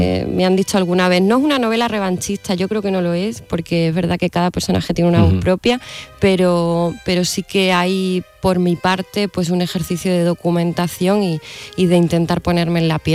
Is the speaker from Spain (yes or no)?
yes; Spain; Entonces, al final, nos ha constituido como españoles porque ha sido un acontecimiento muy largo y capaz de crear subjetividades.